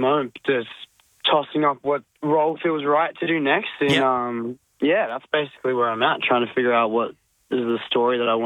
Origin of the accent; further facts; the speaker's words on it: Australia; accent: Australian; like for the chemistry read in my normal accent, probably just getting up to no good. And they were like, do you want to just do it in Australian while you're at it?